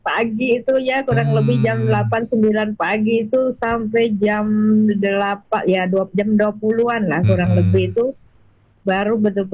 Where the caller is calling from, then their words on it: Bogor, West Java, Indonesia; Teteh sebagai orang Bogor